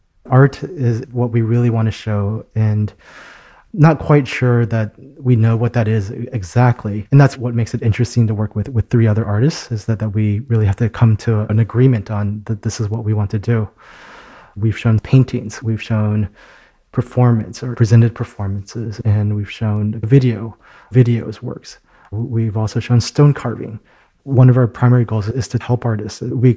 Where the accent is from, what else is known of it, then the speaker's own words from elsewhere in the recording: Houston, Texas, United States; moved away as an adult; also born or lived in Chicago / Los Angeles; I grew up in Houston. I came to Chicago after high school. I went to school at a college in Chicago. Then I moved to Los Angeles for 4 years after college.